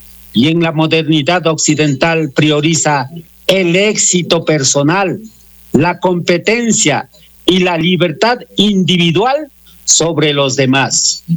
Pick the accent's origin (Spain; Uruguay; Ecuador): Ecuador; Porque somos de Ecuador.